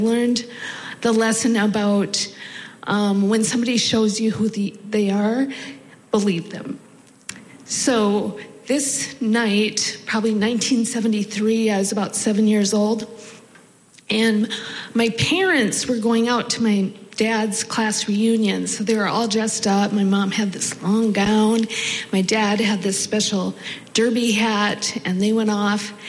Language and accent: English; Mandan, North Dakota, United States; growing up in Mandan, North Dakota. So yeah, the nights went on forever. I was number 5 out of 6 children